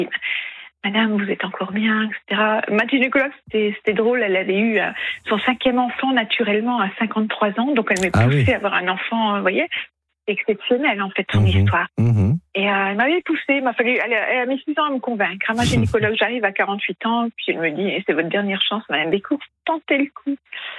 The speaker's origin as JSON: {"language": "French", "region": "Hauts-de-France", "country": "France", "tie": "born or raised there", "said": "je disais à Florian que je suis native du Pas-de-Calais"}